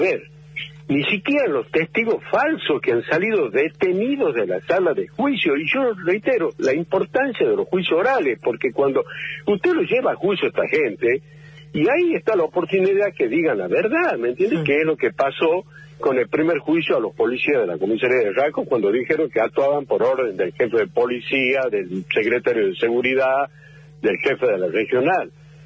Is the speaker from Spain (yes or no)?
no; Tucumán, Argentina